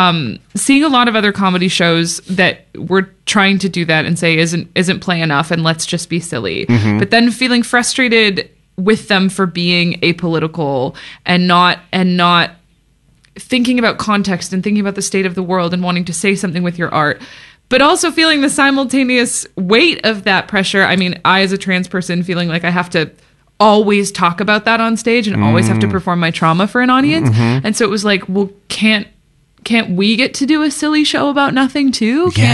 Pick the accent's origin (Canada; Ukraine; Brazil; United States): Canada; now in Toronto, Canada; I'm from Canada. We live in Toronto now.